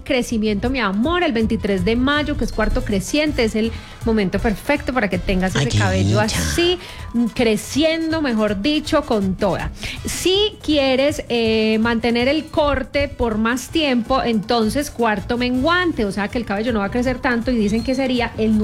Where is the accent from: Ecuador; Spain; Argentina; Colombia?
Colombia; Santo Domingo, Antioquia; born there; En mi pueblo, por ejemplo, Santo Domingo, Antioquia